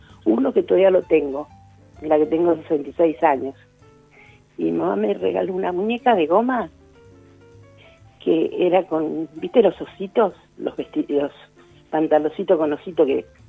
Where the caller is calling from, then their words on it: Ciudadela, Buenos Aires Province, Argentina; de Ciudadita.